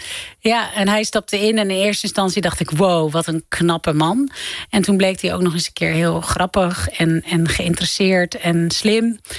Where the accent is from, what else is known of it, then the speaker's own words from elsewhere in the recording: Netherlands; dit is ook mijn land.